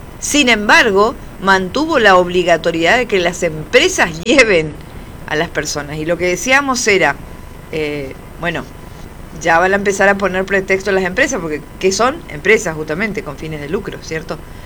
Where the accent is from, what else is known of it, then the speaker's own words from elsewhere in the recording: Argentina; Muy, muy variable, como los argentinos, básicamente. Así somos, sí.